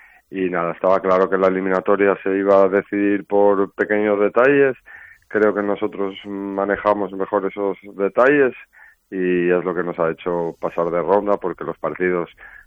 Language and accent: Spanish; Cantabria, Spain; Sí, yo soy cántabro